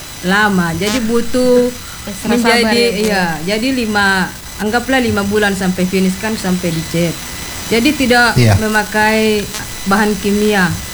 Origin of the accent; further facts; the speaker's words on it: North Sulawesi, Indonesia; torang dari Talaut